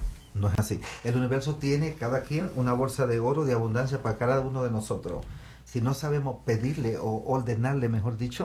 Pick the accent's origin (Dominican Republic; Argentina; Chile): Dominican Republic; Santo Domingo; born there; also born or lived in Aruba / Sint Maarten / Netherlands / Spain; nací en Santo Domingo, viví en Aruba, viví en la isla San Martín, viví en Holanda, viví en España, estaba chico en Australia